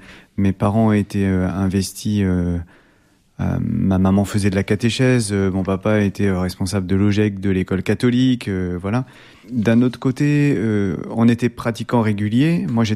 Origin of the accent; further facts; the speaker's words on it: Normandy, France; also born or lived in Roubaix; Mais moi je suis né à Roubaix, dans le Schnorr. Okay. J'ai vécu que 6 mois là-bas, hein, et j'ai grandi en Basse-Normandie. Mon papa est originaire de Caen et ma maman est du Nord.